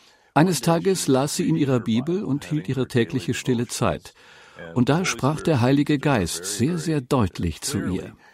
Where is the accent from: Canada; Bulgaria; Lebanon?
Canada; now in Germany; denn diese Gefängnisse sind nicht annähernd so schön wie die hier in Deutschland oder in meinem Heimatland Kanada. In Kanada haben wir sogar Golfplätze im hinteren Teil der Gefängnisse.